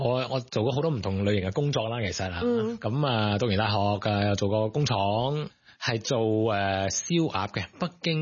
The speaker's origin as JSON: {"language": "Cantonese", "country": "Netherlands", "tie": "born or raised there", "said": "我喺荷兰出生长大啦。咁啊，其实就系、是、可以讲话以前我阿爸阿妈咁就就移民或者去到荷蘭去做工啦，咁為咗所謂養家啦"}